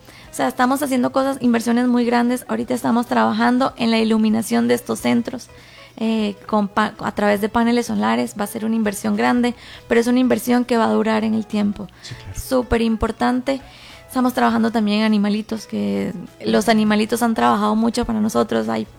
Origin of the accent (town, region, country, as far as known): Venezuela; now in Costa Rica